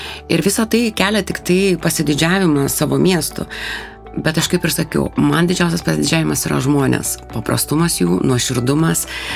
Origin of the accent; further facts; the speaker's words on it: Panevėžys, Panevėžys County, Lithuania; moved away as an adult; now in United States; Gimiau Panevėžyje, Panevėžio ligoninėje, atsivežė mama tada mane į Liepolėje, ir paskui pirmą klasę jau pradėjau Žemaičių kvartale lankyti. 10 vidurinėje mokykloje.